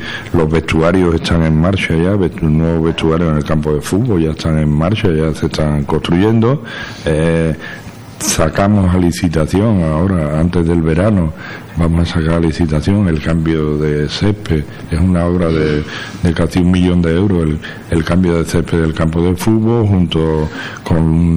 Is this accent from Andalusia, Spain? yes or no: yes; La Antejuela, Andalusia, Spain